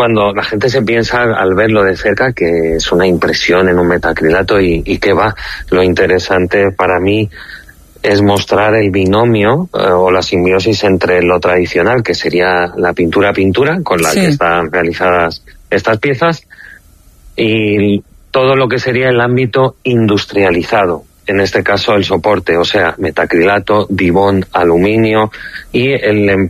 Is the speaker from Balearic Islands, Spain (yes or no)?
yes; Palma de Mallorca, Balearic Islands, Spain; born there; moved away; yo salí de mi isla, de Palma de Mallorca, el lugar donde nací, donde hay una naturaleza exultante, está rodeado de color, de estimulación